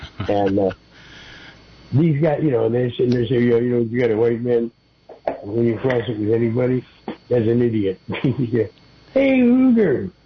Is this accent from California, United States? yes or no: yes; Santa Cruz, California, United States; I grew up in Santa Cruz